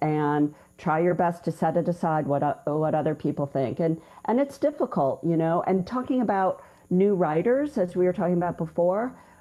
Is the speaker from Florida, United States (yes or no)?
no; Cleveland, Ohio, United States; now in California, United States; I grew up in Cleveland, Ohio. Oh. Yeah. My dad and my sister still live there.